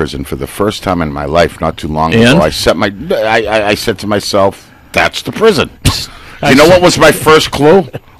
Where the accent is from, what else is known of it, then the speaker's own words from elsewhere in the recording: Arlington, Massachusetts, United States; we're from Arlington, Mass.